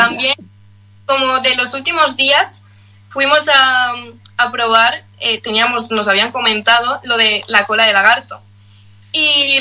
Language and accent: Spanish; Valencia, Valencian Community, Spain; Yo soy de Valencia.